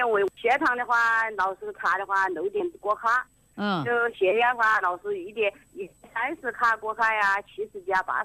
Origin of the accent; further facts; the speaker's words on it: Hanchuan, Hubei, China; now in Jinshan, China; 我老家是汉川人，我们在金山来了40多年了，我们现在在金山。